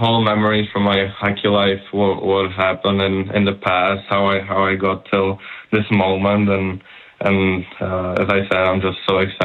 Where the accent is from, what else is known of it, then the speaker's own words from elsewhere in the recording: Litvínov, Ústí nad Labem Region, Czechia; English is a second language; we're watching it here at home in my hometown, Litvinov, in Czech Republic.